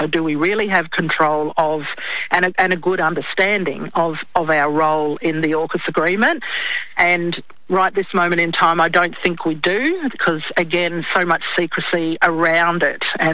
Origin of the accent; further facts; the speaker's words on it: Alice Springs, Northern Territory, Australia; I grew up in Alice Springs. Pine Gap was out there in the backyard of Alice